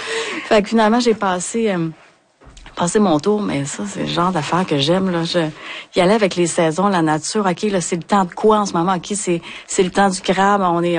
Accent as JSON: {"language": "French", "town": "Hauterive", "region": "Quebec", "country": "Canada", "said": "le monde venait nous voir, je suis d'Autrive, moi"}